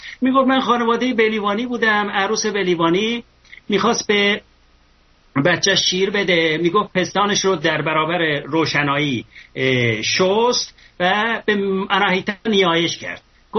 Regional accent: Ardabil Province, Iran; born there; در اردبیل، من استان اردبیل زاده شدم

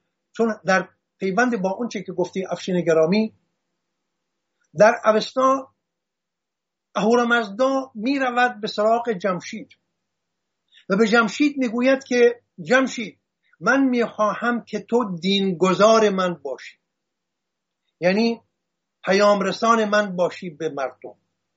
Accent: Hamadan, Iran; born there; شاهنشاه داریوش بزرگ در سنگ نبشتهی که در گنجنامه همدان زادگاه من برای ما به یادگار گذاشت

